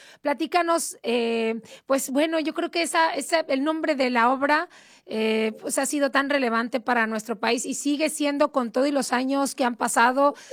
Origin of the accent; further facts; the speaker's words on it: Mexico; cómo somos los mexicanos, ¿no?